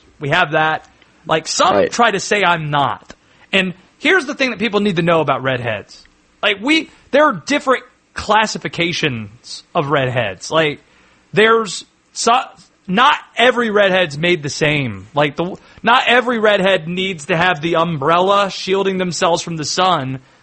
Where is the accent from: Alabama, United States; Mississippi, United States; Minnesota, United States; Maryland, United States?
Maryland, United States; Baltimore; born there; I was born in Baltimore